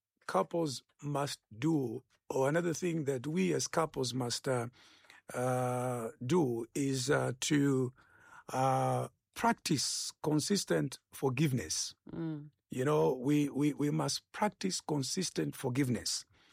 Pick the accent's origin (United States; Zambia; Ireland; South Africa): Zambia; the way I grew up in Zambia, and then I have a region where I come from. Mm. And you know, I come from northern from my father's side, and I come from northwestern from my mother's side.